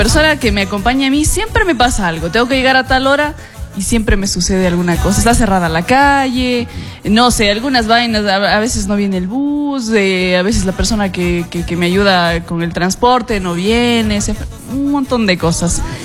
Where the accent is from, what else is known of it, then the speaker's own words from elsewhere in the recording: Ecuador; no es como los ecuatorianos.